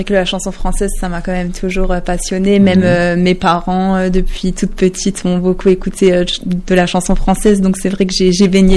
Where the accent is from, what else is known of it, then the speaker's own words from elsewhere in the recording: Grand Est, France; Ah, je suis du Ucigny, j'y tiens.